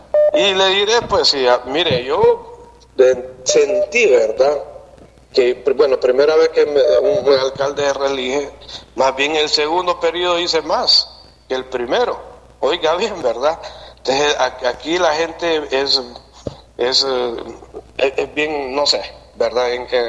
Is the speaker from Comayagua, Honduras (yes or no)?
yes; Siguatepeque, Comayagua, Honduras; born there; aquí es el departamento, es Siguatepeque, donde yo nací, y ahí estamos.